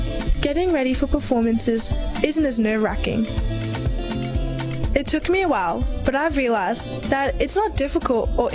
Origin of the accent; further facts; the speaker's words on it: Nigeria; now in Ballarat, Australia; I'm one of the few girls of color doing calisthenics in Ballarat. I'm Nigerian. I have black skin and thick, curly hair.